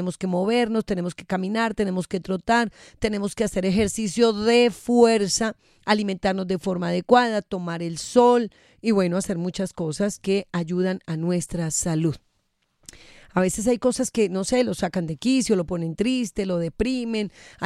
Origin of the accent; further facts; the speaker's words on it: Boyacá, Colombia; Boyacá, mi tierra querida